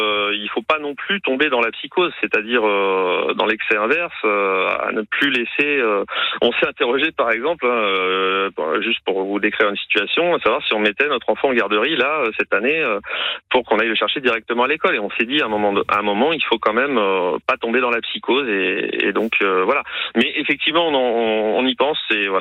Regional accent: Évry, Île-de-France, France; Non, j'ai été élevé en Île-de-France. Je suis de la région d'Évry.

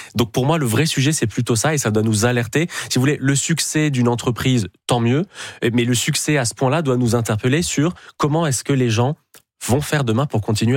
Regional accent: France; born there

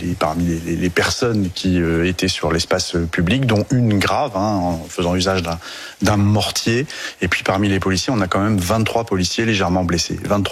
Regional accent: Centre-Val de Loire, France; je suis originaire du département du Cher.

